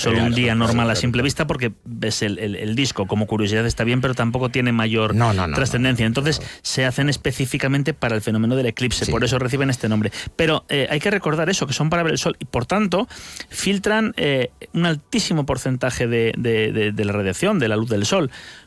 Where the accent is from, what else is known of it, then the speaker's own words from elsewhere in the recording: Losada, Spain; moved away; iba a mi pueblo, a Losada